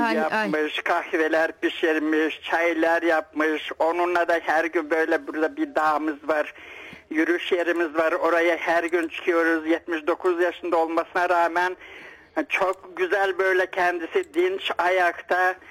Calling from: Tervel, Dobrich Province, Bulgaria; Biz Tervel'den

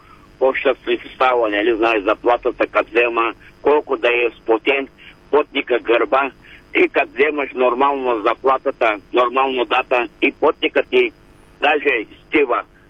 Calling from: Dulovo, Silistra Province, Bulgaria; съм от Дулово.

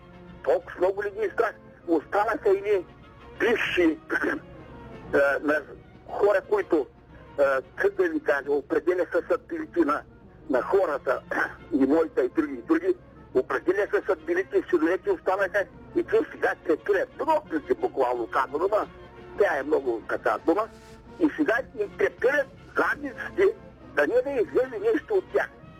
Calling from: Sliven Province, Bulgaria; Сливенска район, Солбазда.

